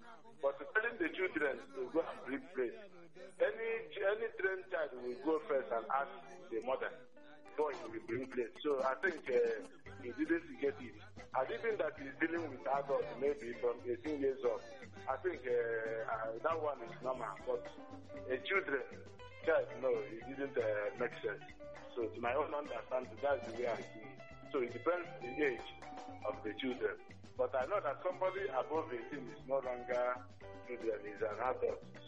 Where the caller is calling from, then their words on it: Aba, Abia, Nigeria; I'm calling from Aba.